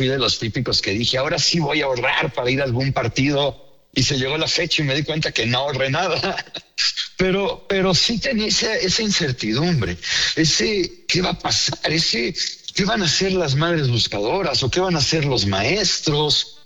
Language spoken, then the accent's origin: Spanish; Mexico; Yo tristemente tenía tiempo que no me daban ganas de presumir que era mexicano. Y como dije en el video, tenía tiempo olvidando lo que somos los mexicanos realmente.